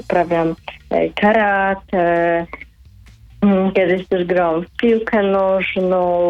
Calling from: Lublin, Lublin Voivodeship, Poland; Dzwonię z Lublina.

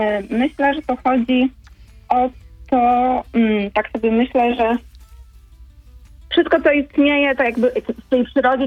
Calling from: Subcarpathian Voivodeship, Poland; Dzwonimy z Podkarpacia, u nas słoneczko świeci, chociaż jest chłodno na polu.

